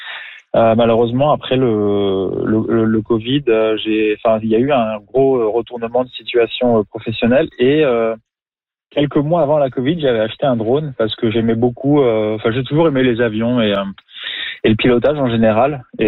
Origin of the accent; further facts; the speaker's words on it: France; moved away; Moi, je viens de France à la base.